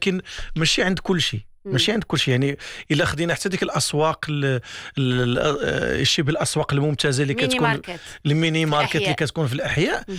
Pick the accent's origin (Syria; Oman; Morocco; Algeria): Morocco; عندنا في المغرب